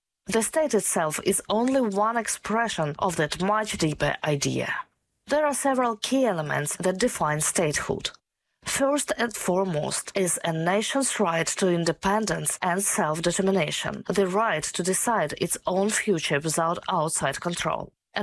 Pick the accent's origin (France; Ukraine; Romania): Ukraine; now in New Zealand; I grew up in Ukraine, where New Year has always been a winter celebration.